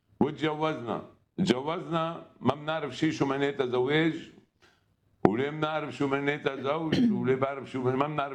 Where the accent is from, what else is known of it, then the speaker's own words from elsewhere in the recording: Lebanon; ولاني جاي من خلفيه سياسيه بلبنان، انا حزب لبناني